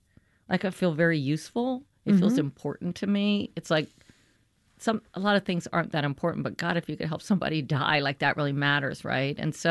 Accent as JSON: {"language": "English", "region": "Louisiana", "country": "United States", "said": "I'm from Louisiana."}